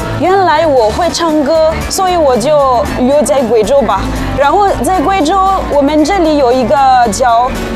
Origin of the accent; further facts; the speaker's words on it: Madagascar; Chinese is a second language; now in Guizhou, China; 我来自马达加斯加。